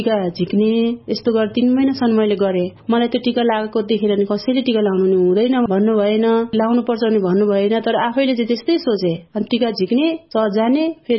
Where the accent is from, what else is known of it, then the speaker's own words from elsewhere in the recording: Koshi Province, Nepal; now in Sano Thimi, Bhaktapur, Nepal; अनि मेरो घर चाहिँ शङ्खसभा हो, पुर्ख्यौली घर, र अहिले हाल चाहिँ सानो ठिमी भक्तपुरमा बस्छु।